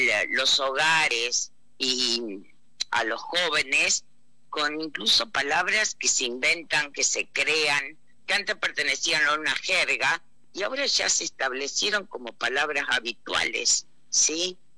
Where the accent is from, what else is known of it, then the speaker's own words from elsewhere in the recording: Santa Fe, Argentina; moved away; Todos sabemos que los santafesinos tenemos nuestra tonada, que nos comemos las heces, que utilizamos un montón de palabras como el tema de galletitas.